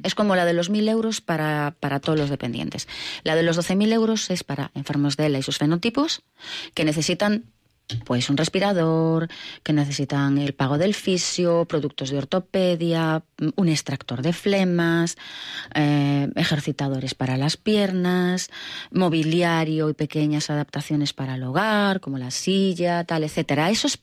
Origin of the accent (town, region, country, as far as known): Spain